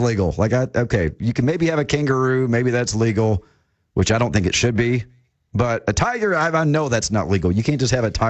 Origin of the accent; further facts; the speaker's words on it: Kentucky, United States; That's my hometown.